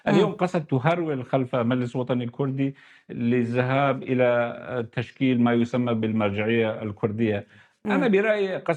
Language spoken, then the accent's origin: Arabic; Kobani, Aleppo Governorate, Syria; أنا أتحدث كوني ككردي ومطلع يعني على سبيل المثال من منطقة كوباني